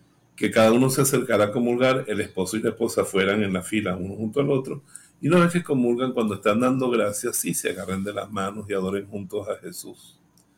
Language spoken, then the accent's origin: Spanish; Venezuela; como decimos los venezolanos